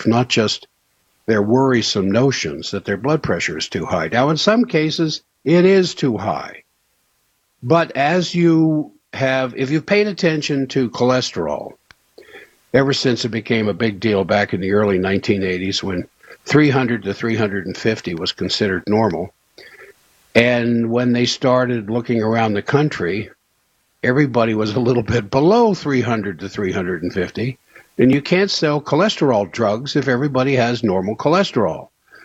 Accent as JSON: {"language": "English", "town": "Washington", "region": "District of Columbia", "country": "United States", "tie": "born or raised there", "lives_now": "Salt Lake City, United States", "said": "I grew up in Washington, D.C., came out west to go to school, and discovered the West."}